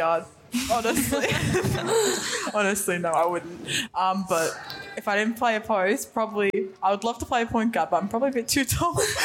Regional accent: Australia; We always got questions about being Australian.

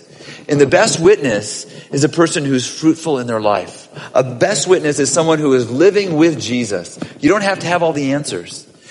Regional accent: Scotland, United Kingdom; Because I'm Scottish. I always ask, when's the sale?

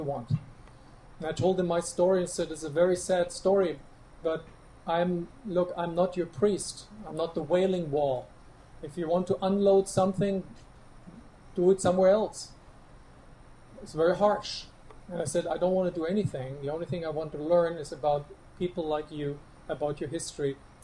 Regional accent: Germany; But now I'm back in Germany.

